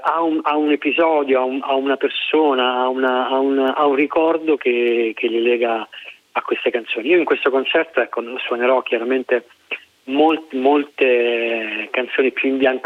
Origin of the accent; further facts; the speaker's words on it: Campania, Italy; un concerto che è un omaggio alla canzone napoletana, che è quella, la canzone della mia terra